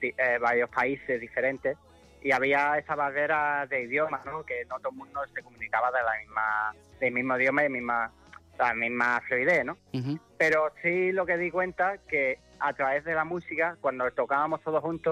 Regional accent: England, United Kingdom; now in Huelva, Spain; Bueno, realmente norteamericano no soy inglés.

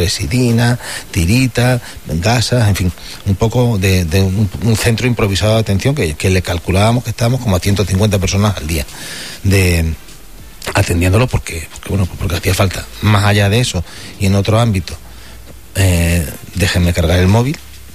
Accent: Ceuta, Spain; born or raised there

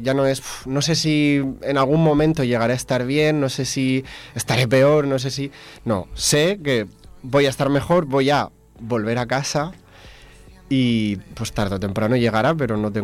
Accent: Alcoy, Valencian Community, Spain; also born or lived in Agres; now in Murcia, Spain; Está mi pueblo, Agres, está Alcoy, que pues me he criado ahí, pero llevo ya la mitad de mi vida que no vivo ahí, que estoy aquí en Murcia.

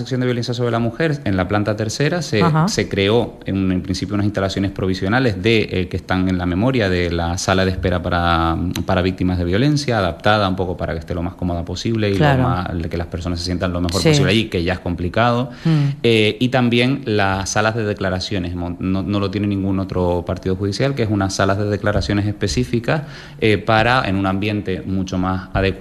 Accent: Tenerife, Canary Islands, Spain; now in Lanzarote, Spain; Yo soy canario, soy de Tenerife.

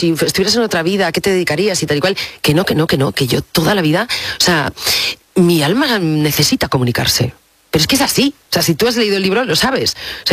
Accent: Salas, Asturias, Spain; Mi pueblo mola un montón, pero hace 40 años era una cosa, a ver, muy chiquitilla. O sea, yo a los chavales se lo cuento, o en las entrevistas lo hablo, Asturias, hace 40 años

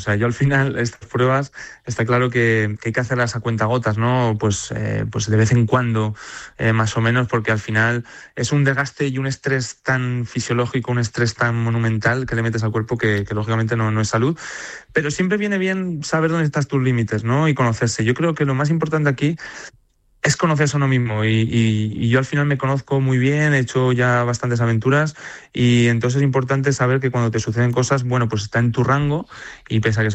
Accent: Spain; yo soy el único español que está haciendo esta carrera

